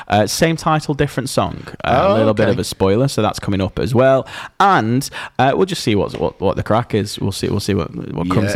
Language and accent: English; Stoke-on-Trent, West Midlands, United Kingdom; I'm from England. Oh, London? No, I'm not from London. Yeah. Where are you from then? Yeah. I'm from Stoke-on-Trent.